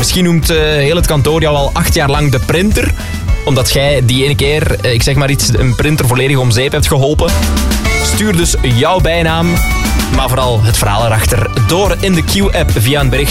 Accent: Flanders, Belgium; als trotse West-Vlaming zijnde

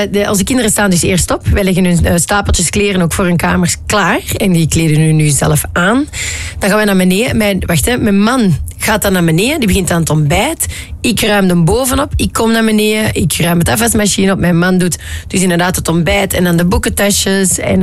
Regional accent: Netherlands; En voor de rest ben ik een Nederlander, hè, in hart en dieren.

